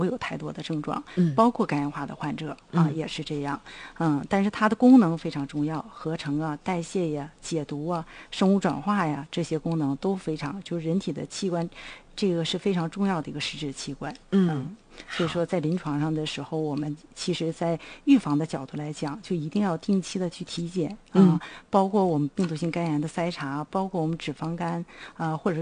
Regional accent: China

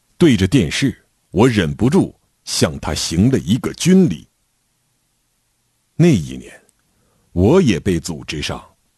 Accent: Fujin, Heilongjiang, China; born there; 1946年1月，我出生在黑龙江省富锦县。

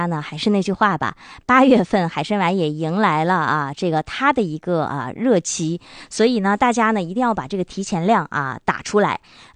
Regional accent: Harbin, Heilongjiang, China; 既有着那种啊我们哈尔滨人非常喜欢的这种俄式的这种浪漫啊

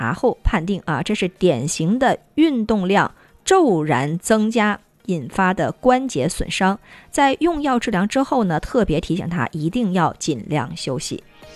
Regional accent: Harbin, Heilongjiang, China; 融合在我们哈尔滨人这个骨子里的这种浪漫的氛围

